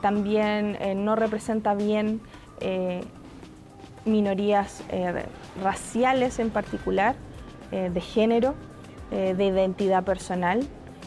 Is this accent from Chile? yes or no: yes; Chile; En Chile, por ejemplo, decimos nanay, que tiene que ver con, cierto, hacer un cariño. Y eso viene de nuestros lenguajes indígenas